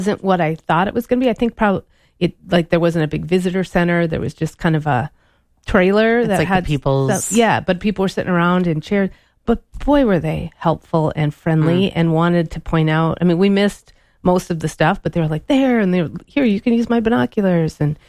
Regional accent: Minnesota, United States; It's part of being a Minnesotan.

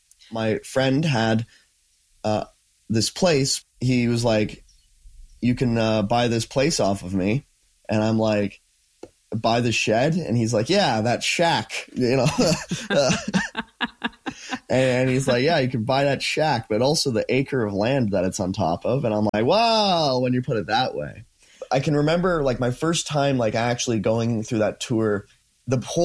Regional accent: Coalhurst, Alberta, Canada; Quite different. So I grew up in Colhurst, Alberta.

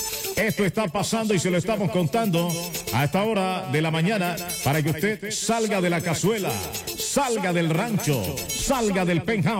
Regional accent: Zipacón, Cundinamarca, Colombia; Un día me preguntaron tú de dónde eres. Yo dije, yo soy de Zipacó.

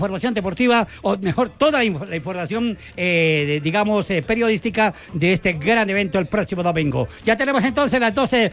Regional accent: Colombia; como colombianos que somos

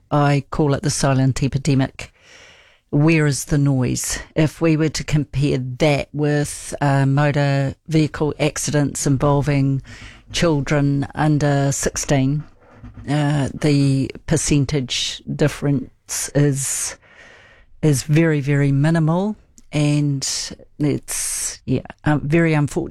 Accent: Auckland, New Zealand; West Auckland, Newland, West Auckland

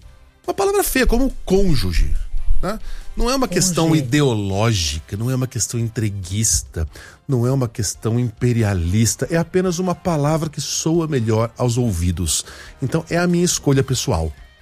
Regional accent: Brazil; Como sul-americano, como brasileiro, como latino-americano

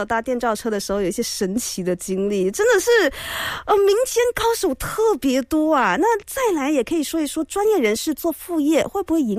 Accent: Johor Bahru, Johor, Malaysia; now in Kuala Lumpur, Malaysia; 我就说我的家乡新山。

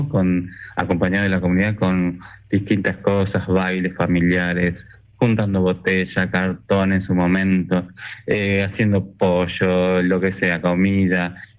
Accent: Pedro Luro, Buenos Aires Province, Argentina; moved away as an adult; now in Tres Arroyos, Argentina; yo tengo 40 años, bueno, como le decía, soy de Pedro Luro, y bueno, hace 6 años que estoy acá en Tres Arroyos

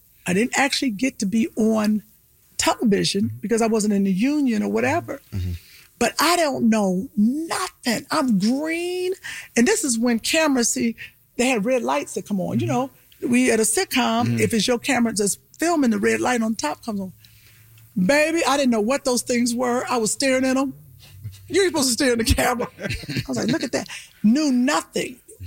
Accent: Cleveland, Ohio, United States; moved away as an adult; I'm from Cleveland.

